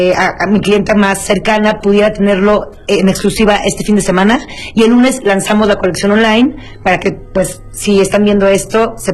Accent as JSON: {"language": "Spanish", "region": "San Luis Potosí", "country": "Mexico", "also_born_or_lived": "London", "lives_now": "Mexico City, Mexico", "said": "cuando yo llegué aquí a México en 2009, a la ciudad, porque yo soy de San Luis Potosí, y después me fui a estudiar a Londres"}